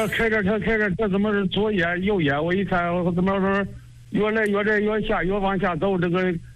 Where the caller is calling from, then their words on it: Zhao County, Hebei, China; 我是赵县的。